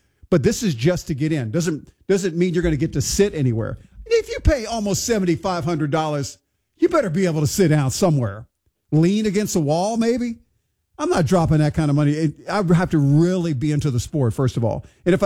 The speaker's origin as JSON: {"language": "English", "town": "Houston", "region": "Texas", "country": "United States", "tie": "born or raised there", "said": "some of the matches in my hometown of Houston."}